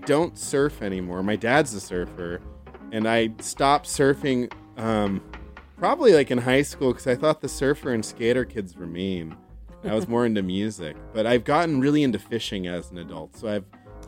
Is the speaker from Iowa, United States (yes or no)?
no; South Orange County, California, United States; moved away as an adult; also born or lived in Chico; now in San Francisco, United States; I'm originally from South Orange County.